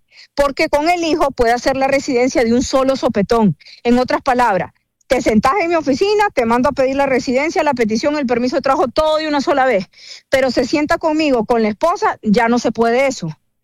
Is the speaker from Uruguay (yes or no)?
no; Nicaragua; moved away as an adult; Bueno, pues yo vivo aquí desde hace 20 años, pero voy todo el tiempo a Nicaragua y mis papás, mis hermanos, todos viven allá y yo me crié allá. Incluso yo soy abogada, tengo 43 años y a los 23 me vine de Nicaragua y me quedé aquí